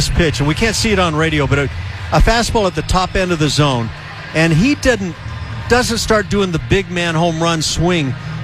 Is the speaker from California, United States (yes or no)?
yes; Los Angeles, California, United States; I grew up as a big Dodger fan in L.A.